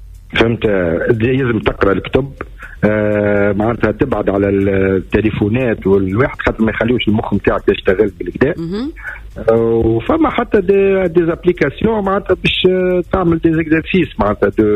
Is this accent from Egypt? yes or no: no; Tunisia; واحنا في الجمهورية التونسية